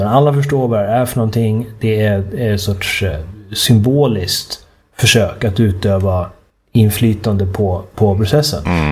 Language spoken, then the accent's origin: Swedish; Uppsala, Uppsala County, Sweden; när jag växte upp i Uppsala.